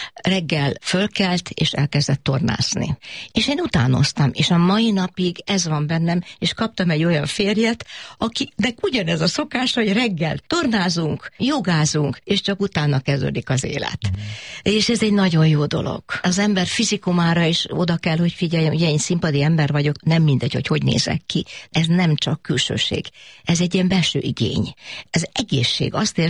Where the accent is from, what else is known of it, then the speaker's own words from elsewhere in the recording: Szeged, Csongrád-Csanád, Hungary; Szeged. Tápékutassi iskola, és ez a, úgy szoktam mondani, a Tiszántúl. Nem a Dunán, hanem a Tiszántúl. És ez egy csodálatos környezet volt, ez egy gyönyörű természeti környezet.